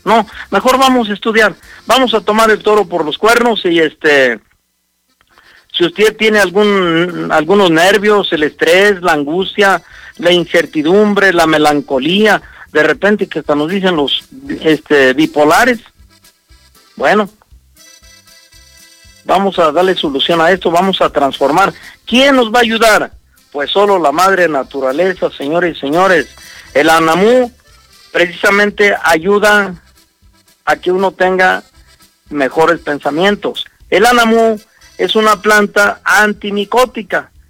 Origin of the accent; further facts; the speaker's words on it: Mexico; Muchas veces como mexicanos hasta decimos dichos en la familia.